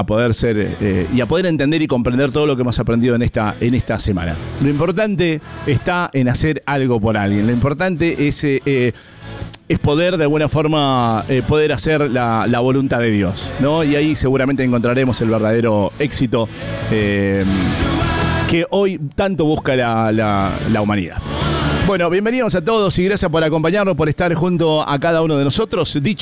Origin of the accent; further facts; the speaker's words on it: Mendoza, Argentina; somos como buenos mendocinos